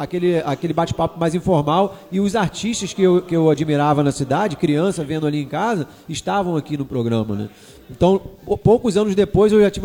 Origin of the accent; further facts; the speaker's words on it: Cabo Frio, Rio de Janeiro, Brazil; Cabo Friense, Minhoca da Terra, que amo a minha terra